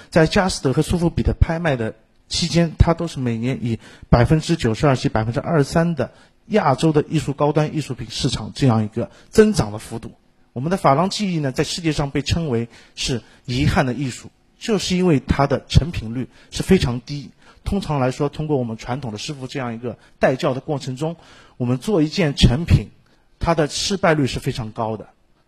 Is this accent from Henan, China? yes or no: no; Shanghai, China; 当初有相当多的我们上海包括全国的通商口岸